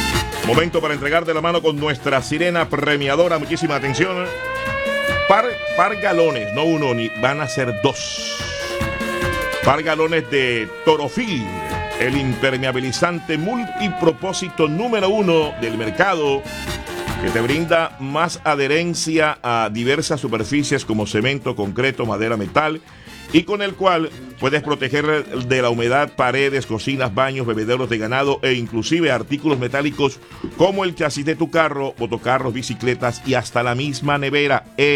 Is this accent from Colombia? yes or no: yes; Colombia